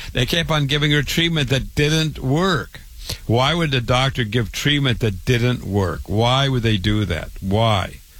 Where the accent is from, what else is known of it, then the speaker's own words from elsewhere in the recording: Waterloo, Iowa, United States; I was born and raised in Waterloo, Iowa, thousands of miles from here.